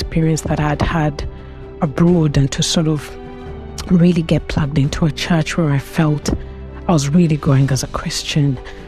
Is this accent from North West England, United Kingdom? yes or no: no; London, United Kingdom; moved away as an adult; I am from London.